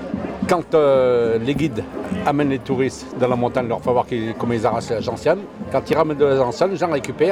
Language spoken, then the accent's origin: French; Saint-Anthème, Auvergne-Rhône-Alpes, France; je suis de Saint-Anthème dans Puy-de-Dôme.